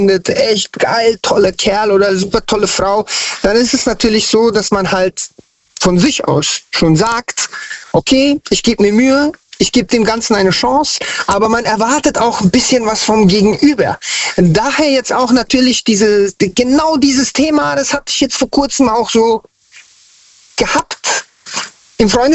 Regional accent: Hanau, Hesse, Germany; Also eigentlich komme ich von ganz woanders her, aber ich bin in Hessen, Hanau, Hessen-Frankfurt aufgewachsen und bin dann nach Hanau

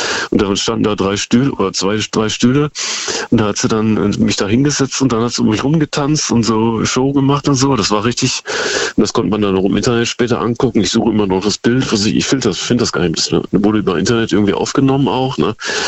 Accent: Osnabrück, Lower Saxony, Germany; Das war nur, wo ich in Osnabrück, meine Heimatstadt, gewohnt hatte, bei meinem Vater, der hat da noch gelebt.

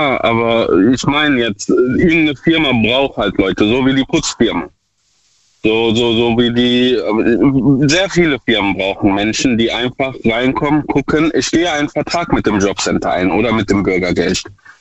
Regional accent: Duisburg, North Rhine-Westphalia, Germany; Ich komme aus Duisburg.

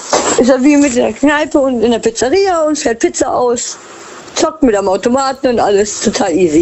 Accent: Rhineland-Palatinate, Germany; Hi, aus Westerwald.

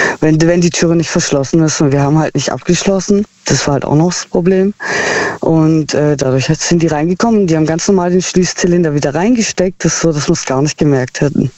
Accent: Heilbronn, Baden-Württemberg, Germany; Aus Heilbronn.

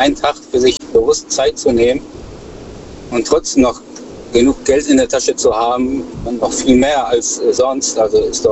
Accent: Düsseldorf, North Rhine-Westphalia, Germany; Nee, ich komme aus Düsseldorf.

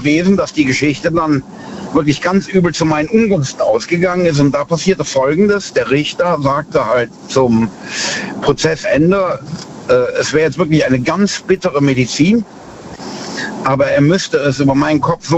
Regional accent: Bad Neuenahr, Rhineland-Palatinate, Germany; Aus Bad Neuenahr.

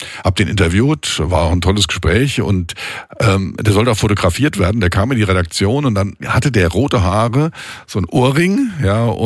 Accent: Mainz, Rhineland-Palatinate, Germany; now in Bodenheim, Germany; Aber gut, ich komme aus Mainz, bin da geboren, lebe in Bodenheim, im schönen Bodenheim.

